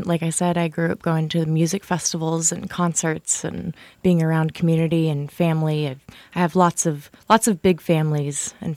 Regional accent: Dixon, California, United States; I was born and raised in Dixon, but when you're born and raised in Dixon, you kind of are born and raised in Davis a little bit, too.

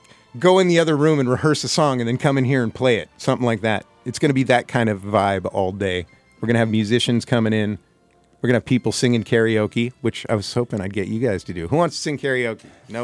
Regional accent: Davis, California, United States; I grew up in Davis, California, moved here in the 70s, 1972.

